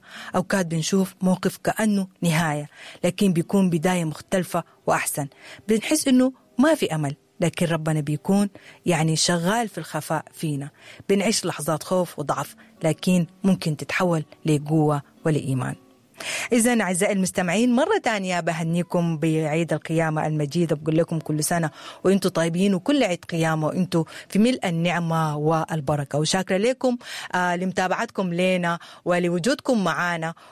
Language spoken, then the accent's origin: Arabic; Sudan; وإحنا كلنا كسودانيين